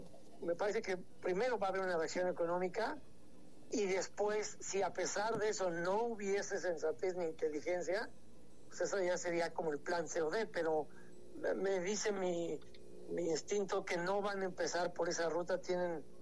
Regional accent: Mexico; Como mexicanos corremos el riesgo de pagar platos rotos pues por narcos que no somos nosotros

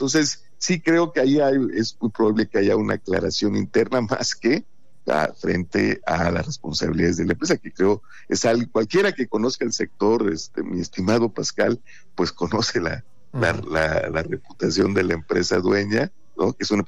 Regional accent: Veracruz, Mexico; moved away; en mi patria chica, allá en Veracruz

